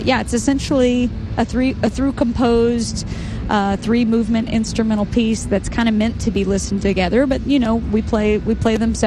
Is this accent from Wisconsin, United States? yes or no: no; Tennessee, United States; I mean, I grew up in Tennessee.